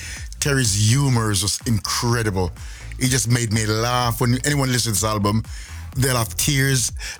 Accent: Jamaica; born there; Because I was born in Jamaica, so obviously that's my roots. It's in my blood, my DNA, ska music.

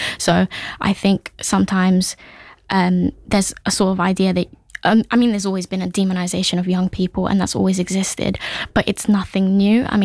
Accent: London, United Kingdom; also born or lived in Hackney; So I grew up in Waltham Forest. I spent some parts of my childhood in Hackney also.

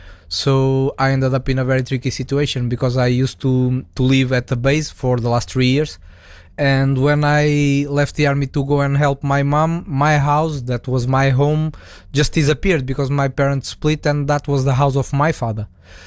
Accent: Portugal; born or raised there; moved away

